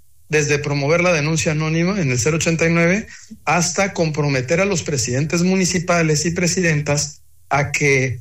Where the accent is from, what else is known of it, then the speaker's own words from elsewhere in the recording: Tijuana, Baja California, Mexico; Tijuana, de donde somos nosotros, ahí de Tierra Bendita, también fronterizo, donde empieza la patria.